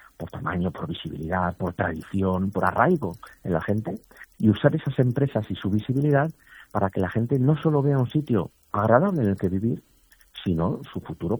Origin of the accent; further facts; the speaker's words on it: Asturias, Spain; moved away; Sí, siempre hemos hablado, yo soy asturiano, aunque llevo ya 20 años fuera.